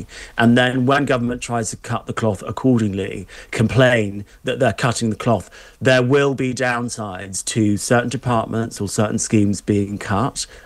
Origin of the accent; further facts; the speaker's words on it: London, United Kingdom; when I was younger, I grew up quite near Kew Gardens, and we used to go to Kew Gardens quite a lot.